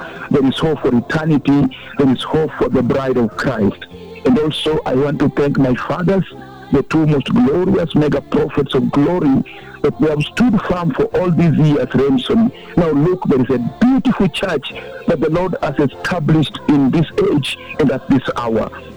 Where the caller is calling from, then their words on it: Soi, Uasin Gishu County, Kenya; I'm calling you from Soi region here in Uasin Gishu.